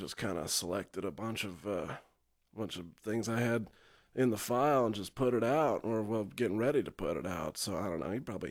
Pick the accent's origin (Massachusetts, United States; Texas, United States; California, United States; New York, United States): Texas, United States; McKinney; born there; now in Austin, United States; For now, I guess I'm from Austin. You could say that. Yeah. Where were you born? Oh, outside of McKinney.